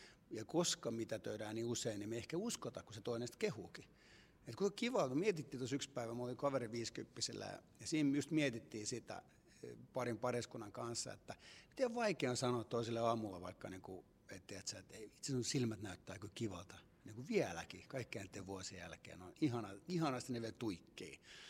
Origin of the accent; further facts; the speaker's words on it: Cyprus; koska olen Kyprokset kotoisin, ollut Kyproksella häissä.